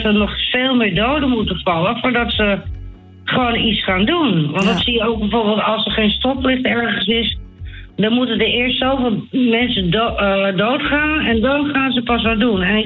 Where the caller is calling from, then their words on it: Amsterdam, North Holland, Netherlands; Ik woon in het Alphenhavengebied, Amsterdam.